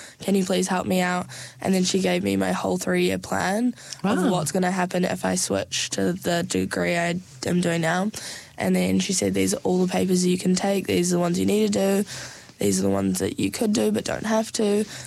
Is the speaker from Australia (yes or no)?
no; Auckland, New Zealand; moved away as an adult; now in Wellington, New Zealand; I'm from Auckland originally, and I moved down to Wellington to study.